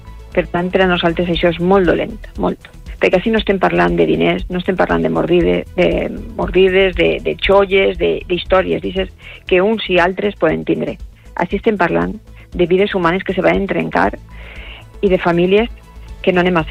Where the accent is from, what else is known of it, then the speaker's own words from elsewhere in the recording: Catarroja, Valencian Community, Spain; per ser del meu poble, no? De Catarroja.